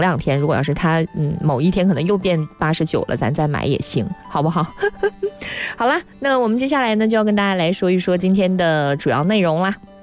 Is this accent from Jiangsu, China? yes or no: no; Gansu, China; 因为我本身是甘肃人嘛